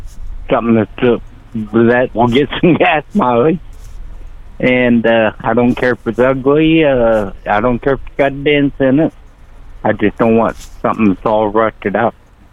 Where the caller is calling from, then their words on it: Ottumwa, Iowa, United States